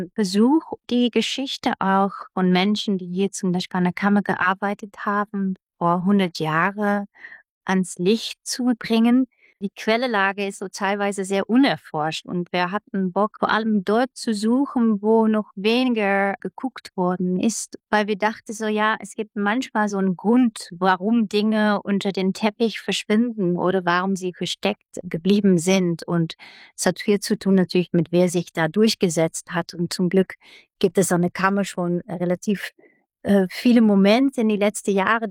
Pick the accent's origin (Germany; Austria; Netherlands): Netherlands; German is a second language; Ich komme ja aus den Niederlanden, so für mich war das relativ unbekannter Stoff. So, ich bin da nicht in die Schule mit aufgewachsen